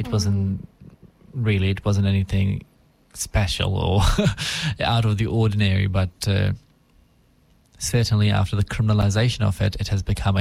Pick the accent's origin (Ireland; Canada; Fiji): Fiji; now in Wellington, New Zealand; I was born in Fiji in 2000 to a native Fijian and Indian family. My dad's side of the family is native Fijian